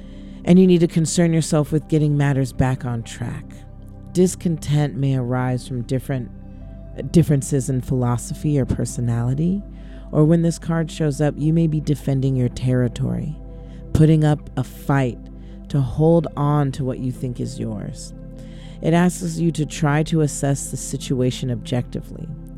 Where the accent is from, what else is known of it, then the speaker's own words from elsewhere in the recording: North Carolina, United States; accent: North Carolina; I don't know why I pull out my North Carolina accent when I'm being silly or I hide it.